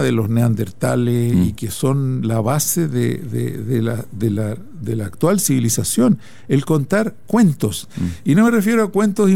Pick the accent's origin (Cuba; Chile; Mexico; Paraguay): Chile; moved away as an adult; de ahí, entre la ciencia y la política, escogí por la ciencia y me fui al doctorado afuera, pues, y salí de Chile antes de la elección de Allende, incluso.